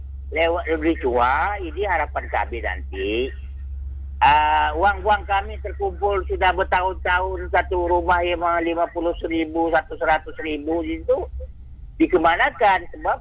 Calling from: Tanjung Pinang, Riau Islands, Indonesia

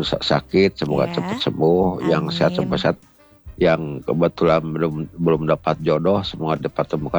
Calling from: West Java, Indonesia; Kalau daerah saya kan timur

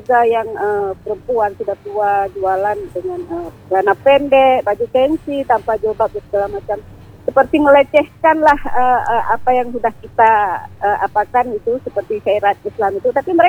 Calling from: Aceh, Indonesia

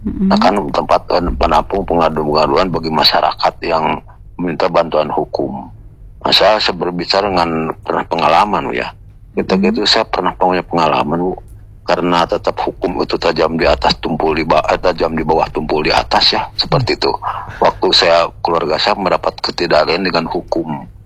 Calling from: Bandung, West Java, Indonesia; Saya dari Jawa Barat nih ya. Begini dari Bandung Timur.

